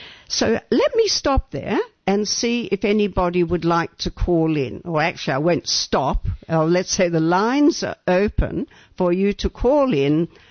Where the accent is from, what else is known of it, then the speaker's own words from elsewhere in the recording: Sydney, New South Wales, Australia; moved away as an adult; now in Santa Cruz, United States; southeast Australia, you know, around Sydney.